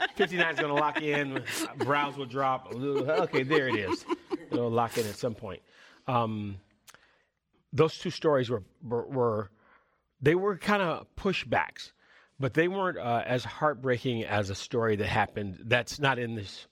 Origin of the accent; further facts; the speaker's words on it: Oakland, California, United States; I grew up in Oakland.